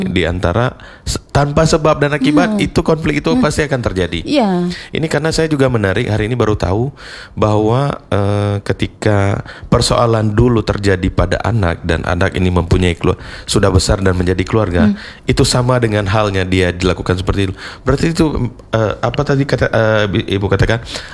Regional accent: Aceh, Indonesia; logat Sumatera Utara itu kan, yeah, kalau kita sebagai orang Aceh kan agak keras.

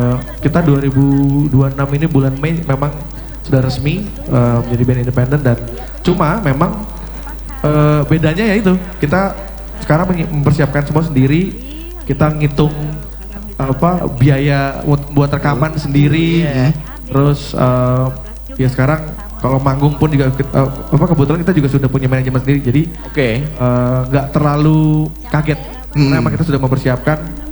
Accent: Ciledug, Banten, Indonesia; Nah, memang kita kan tumbuh di Ciledug itu ya, di Jalan Ciledug Raya. Kita race in Ciledug lah gitu ya.

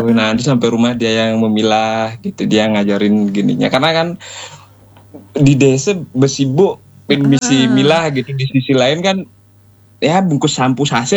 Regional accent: Bali, Indonesia; di desa saya dari Panjanom.

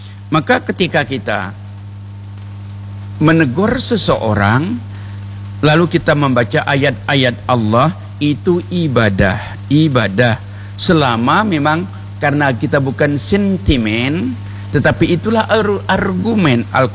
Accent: Bangka Belitung Islands, Indonesia; kami juga orang Bangka, masih jauh

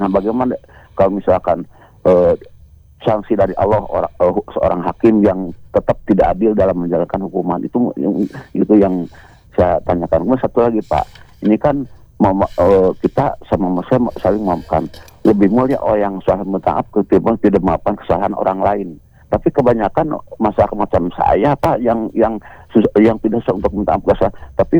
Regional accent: Bogor, West Java, Indonesia; born there; now in Garut, Indonesia; Iya Bapak saya Bogor, Ibu saya Garut, saya lahir di Bogor

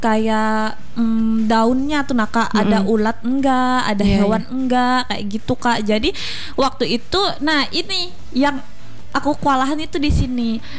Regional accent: Pulang Pisau, Central Kalimantan, Indonesia; now in Palangka Raya, Indonesia; Ya, asalnya di Pulang Pisau, selama di Pulang Pisau.

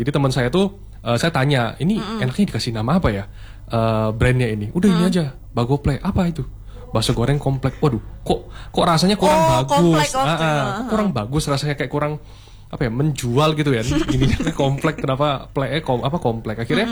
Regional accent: Jakarta, Indonesia; moved away as an adult; now in Malang, Indonesia; saya ini kebetulan asli Jakarta. Saya kuliah di Malang di Brawijaya.

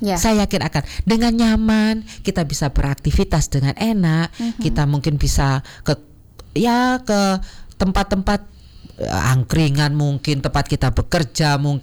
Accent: Madiun, East Java, Indonesia; moved away; saya juga orang Madiun sebenarnya, walaupun saya sekian tahun saya meninggalkan Madiun, tetapi saya kembali lagi karena saya mencintai Kota Madiun. Kota Madiun itu adalah tempat di mana saya dulu sering bermain, mencari ilmu

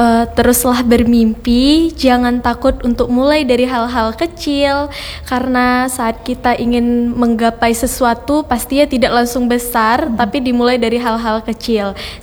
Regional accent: Indonesia; kalau ditanya dari mana asalnya, tetap balik ke Indonesia

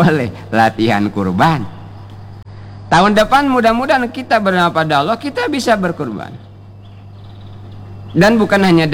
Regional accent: Bangka Belitung Islands, Indonesia; kata kita orang Bangka basing

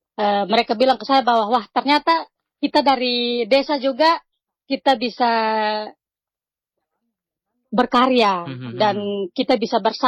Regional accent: Jakarta, Indonesia; Benar juga, kita nih asli Betawi tapi kita tidak punya kebun.

